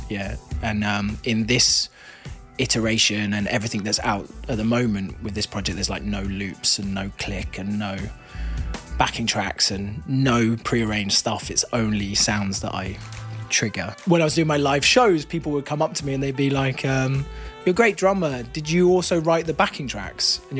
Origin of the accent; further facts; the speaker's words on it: South East England, United Kingdom; born or raised there; moved away as an adult; now in London, United Kingdom